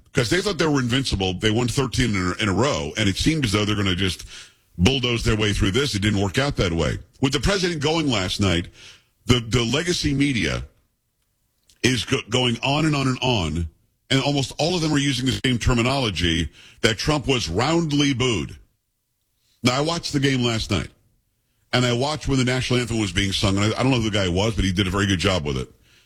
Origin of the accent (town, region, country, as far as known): New York, United States